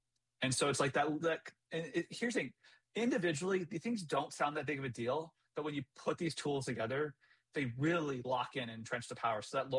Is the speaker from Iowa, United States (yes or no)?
yes; Iowa, United States; Like, I'm from Iowa.